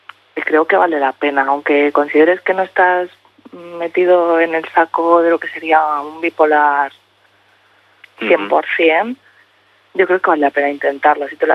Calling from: Mallorca, Balearic Islands, Spain; yo soy de Mallorca

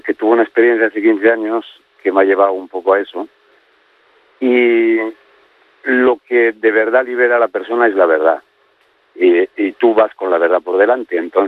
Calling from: Madrid, Community of Madrid, Spain; Vivo en Madrid, soy camionero y vengo aquí a descargar a Barcelona.

